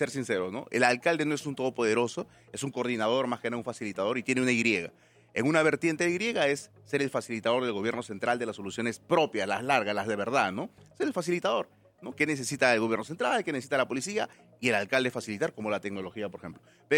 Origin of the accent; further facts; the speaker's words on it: Lima, Peru; yo vengo de Villa El Salvador, ¿no? De abajo